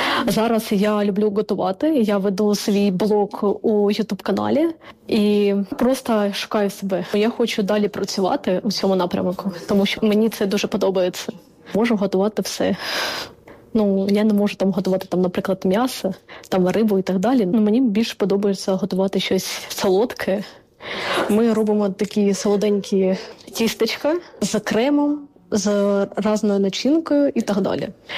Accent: Kharkiv, Kharkiv Oblast, Ukraine; now in Vinnytsia, Ukraine; Я сама з Харкова, але з 22-го року я знаходжусь у місті Вінниця.

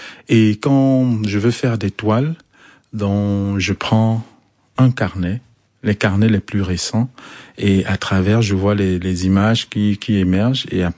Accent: Cameroon

